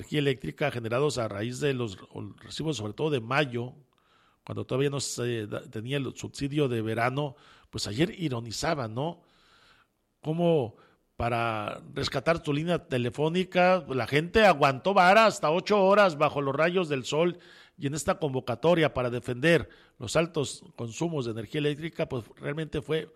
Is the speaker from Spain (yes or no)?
no; Mexico